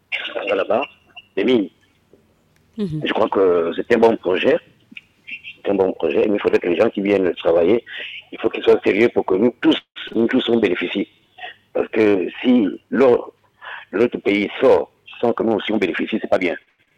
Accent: Gabon; Nous sommes des Gabonais qui veulent travailler, simplement, pour nourrir la famille.

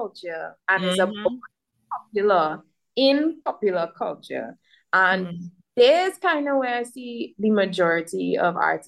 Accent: Trinidad & Tobago; I think growing up in the Caribbean and growing up in Trinidad and Tobago, I will always know what is soca and what is not soca.

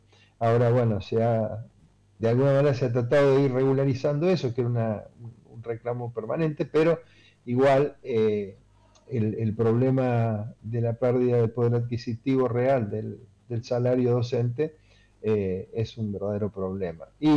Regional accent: Villa Mercedes, San Luis, Argentina; Nosotros somos de Villa Mercedes, la segunda ciudad de San Luis.

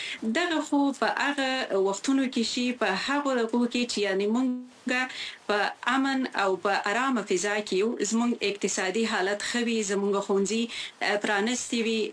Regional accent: Khyber Pakhtunkhwa, Pakistan; moved away as an adult; ځکه زه پخپله باندې زما ځواني په پښتونخوا کې وه او دغه دوه کاله شوي چې راغلی یم

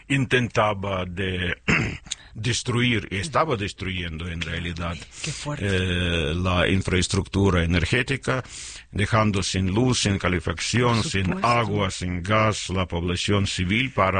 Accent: Ukraine; moved away as an adult; now in Mexico

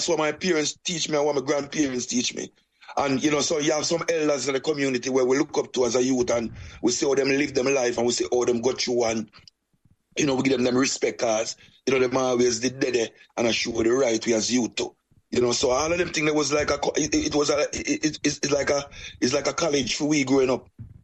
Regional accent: Portmore, Saint Catherine, Jamaica; also born or lived in Kingston, Jamaica; I was born in Kingston, grew up most of my life in a Portmore city, in a Waterford, a little community called Waterford, as a youth growing up.

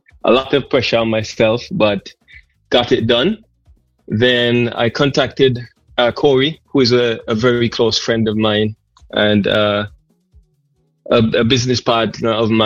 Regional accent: Montserrat; I hail from Carkill originally

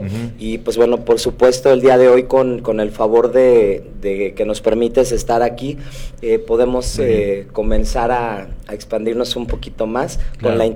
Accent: Mexico City, Mexico; now in Acapulco, Mexico; Yo soy nacido en la Ciudad de México, soy descendiente de michoacanos y jaliscienses.

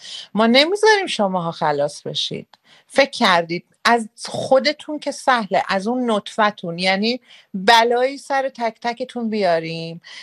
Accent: Rasht, Gilan, Iran; من بچه رشتم

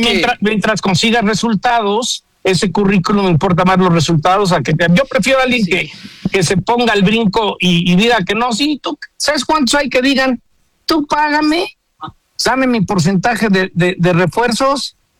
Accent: Mexico; es vergonzoso como mexicano

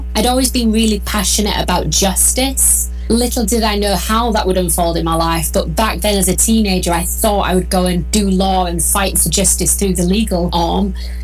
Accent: England, United Kingdom; I'm from England, we don't get much sunshine.

